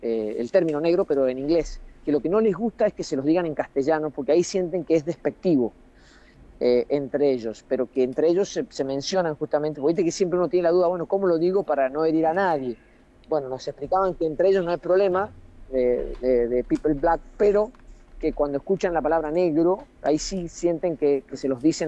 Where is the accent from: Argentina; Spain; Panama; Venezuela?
Argentina; La Paz; sí estoy casi seguro que hay más gente de La Paz, de mi pueblo, viviendo fuera de La Paz que dentro de La Paz.